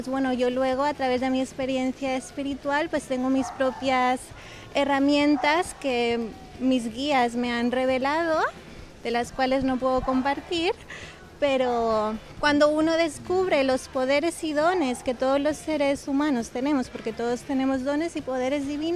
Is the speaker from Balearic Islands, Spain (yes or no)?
yes; Balearic Islands, Spain; moved away; Sí, bueno, soy de aquí, de Mallorca, pero llevo muchos años fuera, lo entiendo perfectamente, pero si lo hablo, me trap.